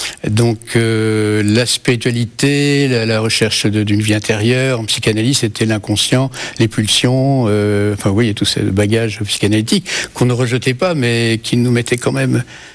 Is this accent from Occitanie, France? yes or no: yes; Toulouse, Occitanie, France; born there; si je suis né à Toulouse, c'est pour cela.